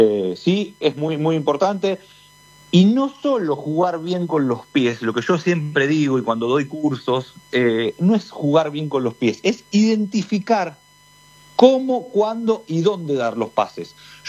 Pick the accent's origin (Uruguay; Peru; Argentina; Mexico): Argentina; yo soy argentino